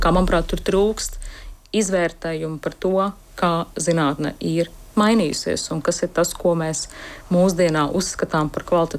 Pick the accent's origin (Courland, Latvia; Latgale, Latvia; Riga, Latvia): Riga, Latvia; es esmu balta, es esmu sieviete, es esmu heteroseksuāla, es esmu rīdziniece